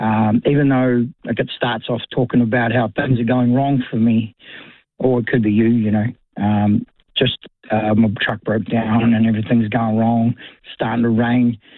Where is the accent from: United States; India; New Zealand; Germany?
New Zealand; Otorohanga, Waikato; in Otrahonga, in my hometown